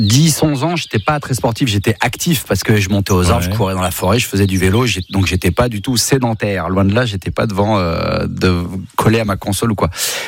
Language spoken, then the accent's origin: French; Auvergne-Rhône-Alpes, France; born or raised there; also born or lived in Valence